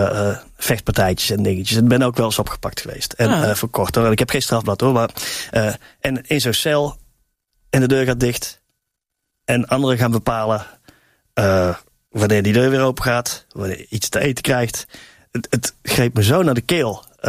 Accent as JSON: {"language": "Dutch", "town": "Tilburg", "region": "North Brabant", "country": "Netherlands", "accent": "soft g", "lives_now": "Amsterdam, Netherlands", "said": "Ik voel me wel een Amsterdammer. Mijn Tilburger in Amsterdam. Maar maakt mij niet uit hoe ze me noemen. Ik hou ook mijn zachte geetje natuurlijk wel even."}